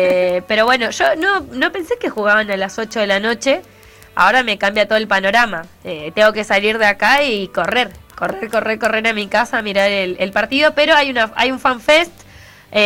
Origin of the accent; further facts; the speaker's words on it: Perito Moreno, Santa Cruz, Argentina; moved away; nos vamos rápidamente a mi ciudad natal, Perito Moreno